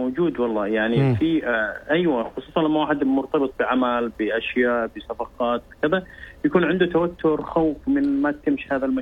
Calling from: Seeb, Muscat Governorate, Oman; اكلمك من ولاية السيب المعبيلة.

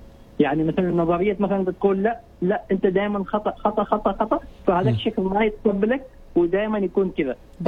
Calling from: Al Mabila, Muscat Governorate, Oman; أنا كلمتم من معبيلة.

